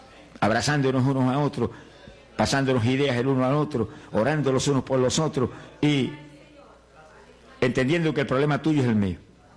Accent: Camuy, Puerto Rico; born there; moved away; Yo me convertí allá en Puerto Rico, en mi pueblo de Camuy. Me añadí a una de las iglesias evangélicas.

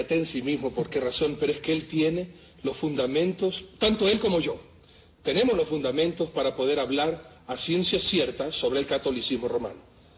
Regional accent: Guayaquil, Guayas, Ecuador; yo mismo fui criado en el Colegio Cristóbal Colón de Guayaquil, Colegio Salesiano

